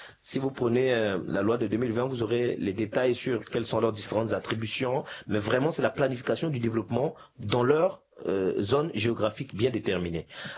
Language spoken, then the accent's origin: French; Central African Republic; en tant que Centrafricain